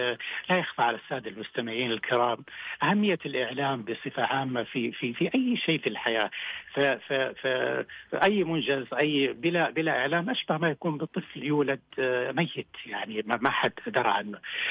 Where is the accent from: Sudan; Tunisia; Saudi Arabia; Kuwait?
Saudi Arabia; بمملكتنا، بمنطقتنا مكة المكرمة